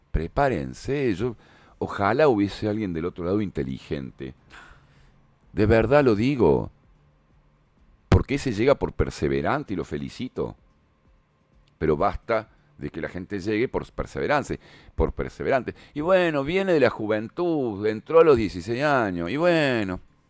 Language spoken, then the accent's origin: Spanish; Argentina; las que atravesamos todos los argentinos